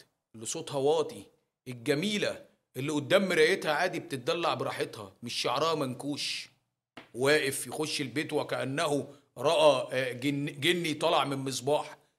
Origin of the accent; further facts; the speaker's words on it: Egypt; انا مواطن مصري